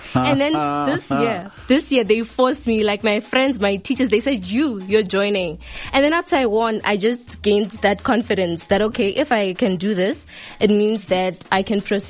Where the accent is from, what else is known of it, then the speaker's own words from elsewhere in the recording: Lebogomo, Limpopo, South Africa; And I'm from Lebogomo. But in this competition, Face of Limpopo Teenager, I'll be representing Polokwane.